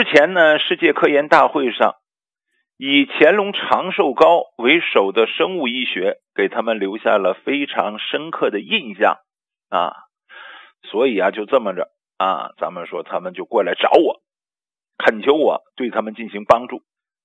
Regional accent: China; 因为啊知道我们是中国人，是打中国来的

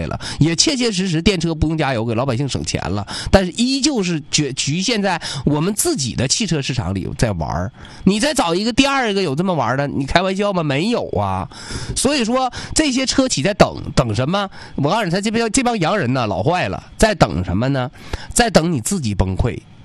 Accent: Changchun, Jilin, China; 我长春人，我支持我们一汽奥迪啊

